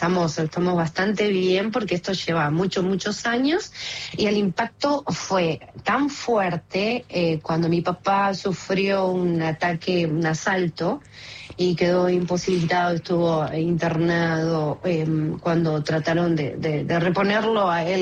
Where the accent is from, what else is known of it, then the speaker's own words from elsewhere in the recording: Banfield, Buenos Aires Province, Argentina; now in San Vicente, Argentina; zona sur, yo me crié en Banfield.